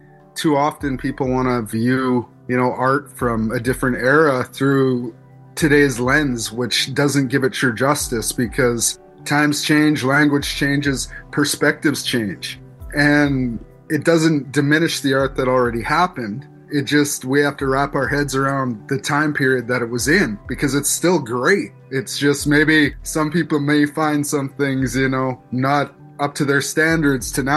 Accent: Red Deer, Alberta, Canada; also born or lived in Regina, Saskatchewan; I was born in Regina, Saskatchewan. I grew up in Red Deer, Alberta, but my Indigenous family is from Kawasis First Nation. I come from a biracial background, so my mom is English and my dad is Ojibwe from Kawasis First Nation

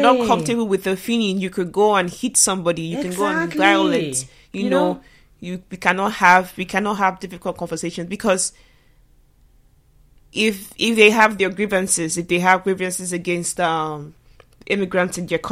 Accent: Nigeria; also born or lived in East Vancouver; now in Vancouver, Canada; as an Igbo person growing up in Nigeria

